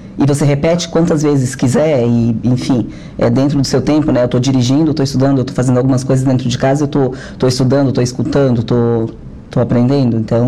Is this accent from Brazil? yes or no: yes; Rio Grande do Sul, Brazil; now in Santa Catarina, Brazil